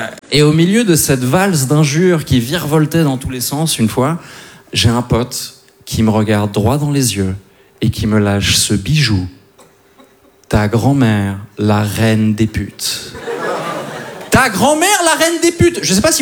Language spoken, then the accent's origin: French; Switzerland; born there; Moi, je suis né en Suisse un 20 avril.